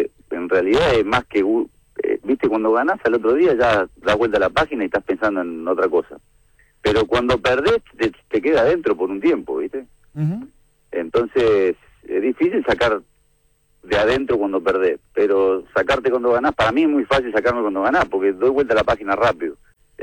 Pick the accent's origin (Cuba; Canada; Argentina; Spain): Argentina; los argentinos en general, me parece que nos bancamos entre todos un poco, y así es el argentino.